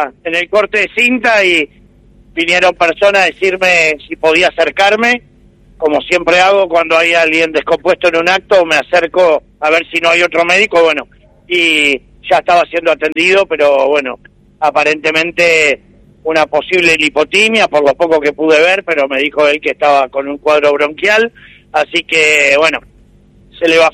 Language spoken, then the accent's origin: Spanish; Santa Fe, Argentina; para los que somos santafesinos